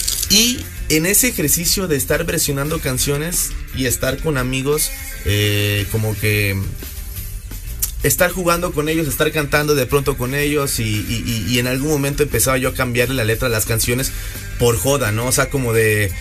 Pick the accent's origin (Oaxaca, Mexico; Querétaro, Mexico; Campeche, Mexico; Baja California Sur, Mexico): Campeche, Mexico; moved away as an adult; now in Puebla, Mexico